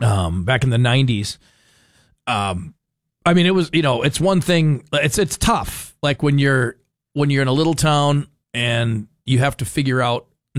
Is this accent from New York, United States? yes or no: no; Fargo, North Dakota, United States; Luckily, I was from the area. I was from Fargo, had a place on the lake for years, so I knew the area.